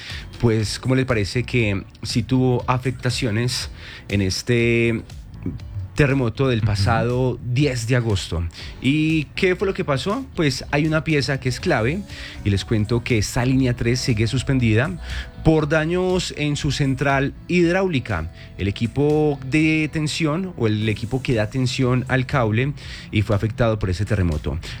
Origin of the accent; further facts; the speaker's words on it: Manizales, Caldas, Colombia; los que somos de Manizales y Manizales y Villa María